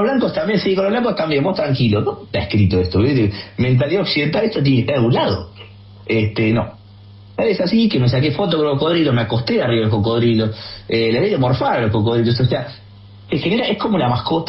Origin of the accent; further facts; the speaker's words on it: Argentina; A mí me dijeron, vos sos argentino, o sea que eso te distingue entre otros blancos.